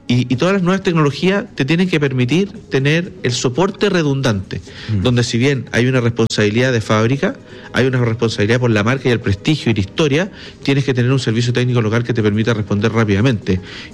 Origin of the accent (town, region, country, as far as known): Chile